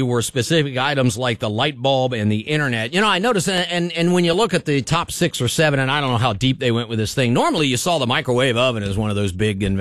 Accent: United States; born there; I consider myself, I'm very proud, consider myself extremely fortunate to have been born in this country.

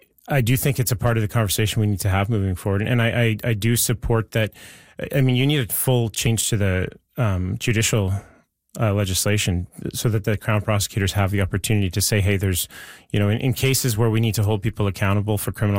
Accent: West Kelowna, British Columbia, Canada; I'm really excited to serve my residents in my hometown in this capacity.

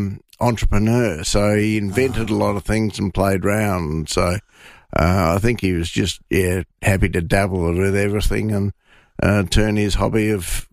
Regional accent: Yorkshire and the Humber, United Kingdom; We are English, yes, yeah, from basically sort of around Yorkshire way.

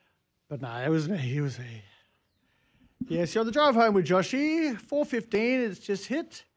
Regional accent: Darwin, Northern Territory, Australia; moved away as an adult; now in Melbourne, Australia; When I first got down to Melbourne, if you don't know, I'm from Darwin. I was working out in the paddocks up in Mombolk.

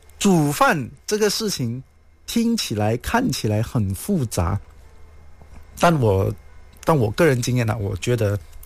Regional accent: Malaysia

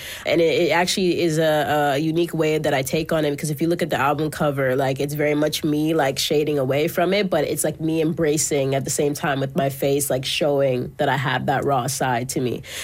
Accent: Toronto, Ontario, Canada; And since then, every time I walk outside, people know that I'm from Toronto. So that was the goal. That was the goal of being able to recognize, hey, I am from here.

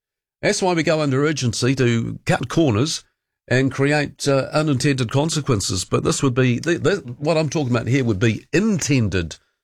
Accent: Dunedin, Otago, New Zealand; I know I'm from Dunedin. I know I'm from Dunners.

